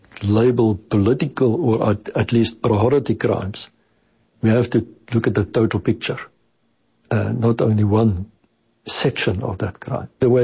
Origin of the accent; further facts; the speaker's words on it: South Africa; I mean, I'm an Afrikaner from South Africa myself, and I can say that I've never experienced something of that kind.